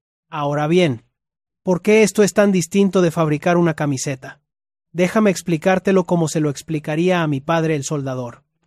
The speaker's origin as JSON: {"language": "Spanish", "country": "Netherlands", "said": "Yo, que soy holandés"}